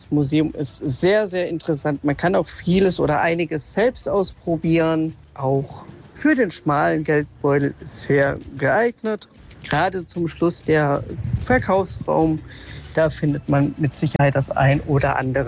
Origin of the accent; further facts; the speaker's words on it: Baden-Württemberg, Germany; born there; now in Berlin, Germany; Jetzt bin ich mit meinem Mann in der alten Heimat. Wir kommen eigentlich aus Berlin. Wir sind gerade in der Dorotheenhütte in Wolfach.